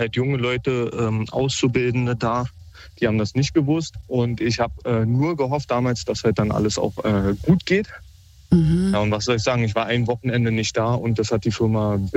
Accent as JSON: {"language": "German", "region": "Berlin", "country": "Germany", "said": "ich komme ja aus Berlin, hier gab es im Sommer mal einen starken Sturm."}